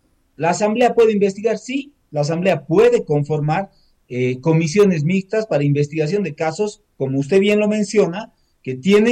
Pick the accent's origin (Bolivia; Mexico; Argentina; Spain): Bolivia; el gran desafío que tenemos como bolivianos